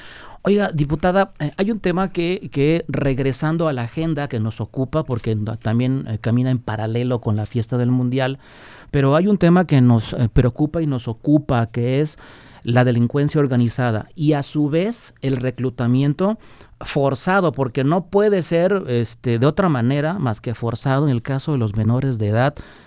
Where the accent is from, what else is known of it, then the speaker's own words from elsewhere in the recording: Mexico; yo sé que soy mexicano